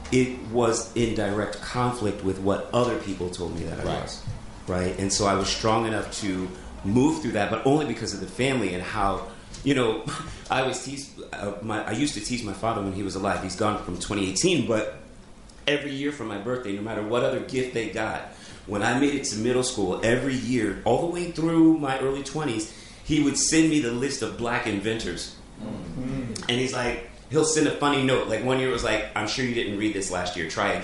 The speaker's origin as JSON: {"language": "English", "town": "Lincoln", "region": "Nebraska", "country": "United States", "tie": "born there", "also_born_or_lived": "Ohio", "moved": "yes", "lives_now": "New York, United States", "said": "Growing up in Lincoln, it's a college town."}